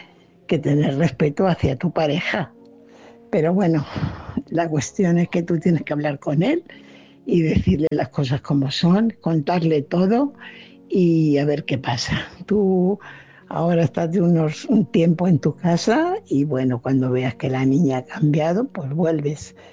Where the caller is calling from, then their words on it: Fuenlabrada, Community of Madrid, Spain; corresponsal de Fuenlabrada.